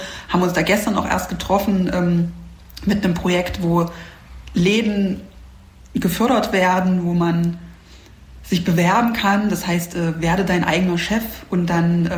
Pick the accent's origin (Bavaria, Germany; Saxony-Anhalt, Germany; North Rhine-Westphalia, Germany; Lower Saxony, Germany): Saxony-Anhalt, Germany; Halle; Es ist einfach jetzt auch kein so schöner Ort als Hallenser.